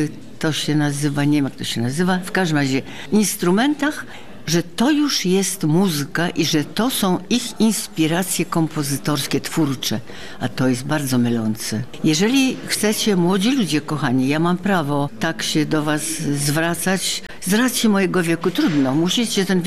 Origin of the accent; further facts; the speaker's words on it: Solec Kujawski, Kuyavian-Pomeranian Voivodeship, Poland; moved away; also born or lived in Papowo Biskupie; ja się urodziłam co prawda w Papowie Biskupim koło, bo jest to wieś koło Chełmży i Chełmna, ale mając rok, moi rodzice przenieśli się do Solca Kujawskiego i tutaj byłam do roku 40 chyba 7 albo 8